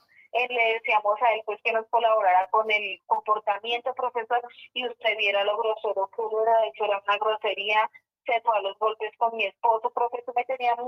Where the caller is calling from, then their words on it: Nocaima, Cundinamarca, Colombia; me estoy llamando desde Locaima, Cundinamarca.